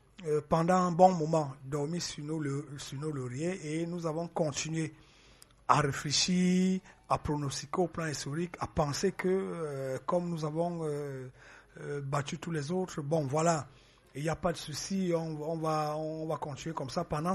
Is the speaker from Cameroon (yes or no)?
yes; Cameroon; je suis Camerounais, c'est sûr. Je suis journaliste, c'est sûr.